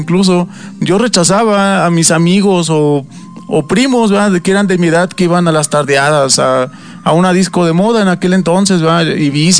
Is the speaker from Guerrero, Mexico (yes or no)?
yes; Taxco, Guerrero, Mexico; moved away as an adult; Y me tuve que regresar a mi pueblo. Así fue como regresé a Taxco.